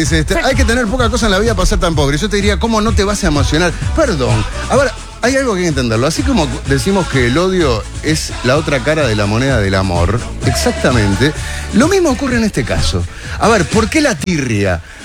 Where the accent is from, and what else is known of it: Spain